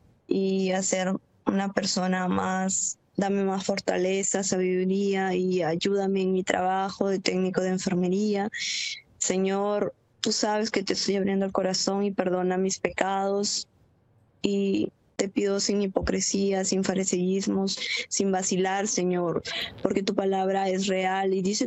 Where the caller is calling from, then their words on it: Peru; Hablo desde Perú.